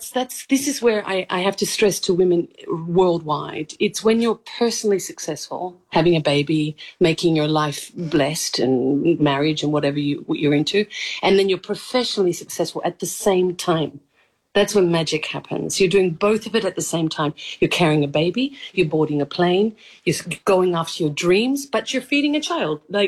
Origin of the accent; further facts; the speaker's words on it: Australia; I didn't have to pretend to do any accent. I was just doing my accent. And I'm Australian.